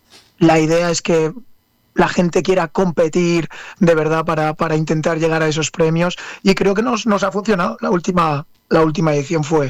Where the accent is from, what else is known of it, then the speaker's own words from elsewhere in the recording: Spain; Es decir, que somos los españoles somos sí.